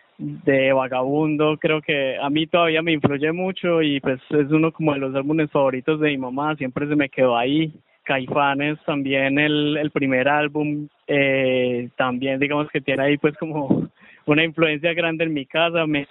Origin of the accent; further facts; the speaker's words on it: Medellín, Antioquia, Colombia; soy músico independiente de Medellín.